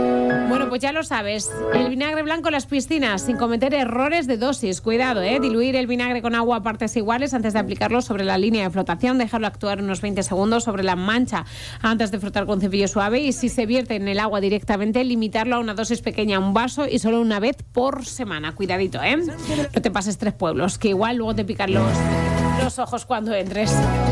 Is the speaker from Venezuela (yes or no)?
no; Spain; Pues como somos los españoles en general.